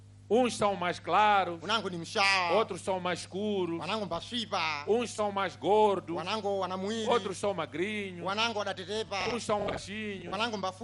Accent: Mozambique; Nós, como moçambicanos, somos um povo de paz.

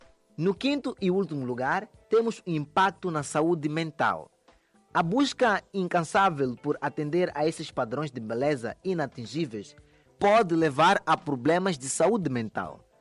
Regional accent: France; also born or lived in Dubai / Abu Dhabi / Portugal; now in Mozambique; Já sabes que eu nasci em Dubai. A minha infância resume-se na França. Fiz o ensino primário em Abu Dhabi. O ensino secundário foi em Portugal. E recentemente cheguei a Moçambique.

